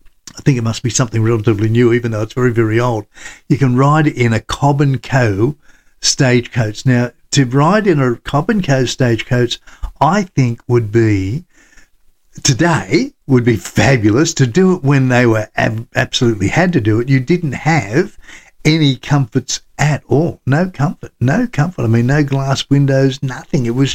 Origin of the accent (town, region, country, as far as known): Australia